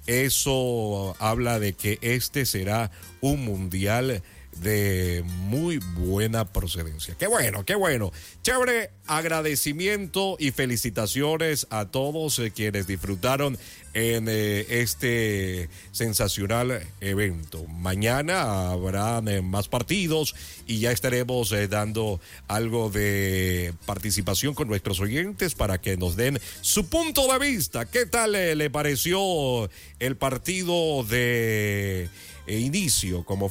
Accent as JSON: {"language": "Spanish", "country": "Ecuador"}